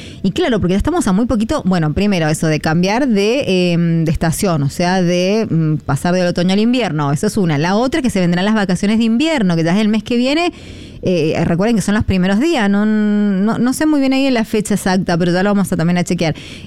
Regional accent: Mendoza, Argentina; nosotros qué podemos hacer como mendocinos

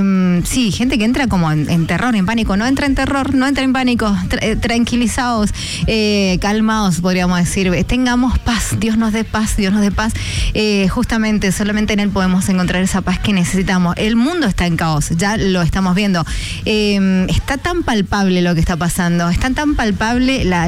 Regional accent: Mendoza, Argentina; yo lo recomiendo como buena mendocina

